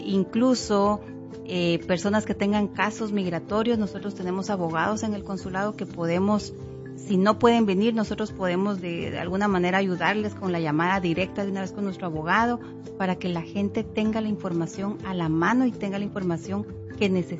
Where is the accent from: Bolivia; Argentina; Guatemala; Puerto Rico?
Guatemala; moved away